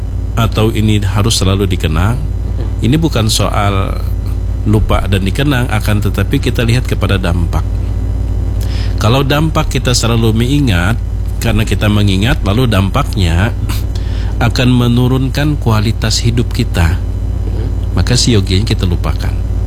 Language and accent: Indonesian; Kalimantan, Indonesia; Apalagi kita ini orang Kalimantan